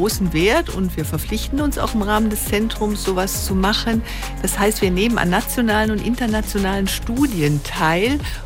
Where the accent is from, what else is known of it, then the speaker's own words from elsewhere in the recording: Rhineland, Germany; Das ist aber schön, dass ich mir das wünschen darf. Dann wünsche ich mir als Rheinländerin